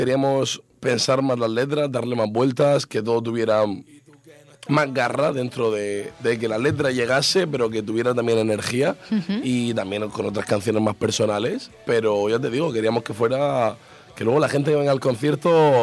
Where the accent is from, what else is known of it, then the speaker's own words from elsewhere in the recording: Region of Murcia, Spain; hago la referencia a Murcia, en el estribillo cambié el bonito por bonico porque quería que también sonase a mi tierra.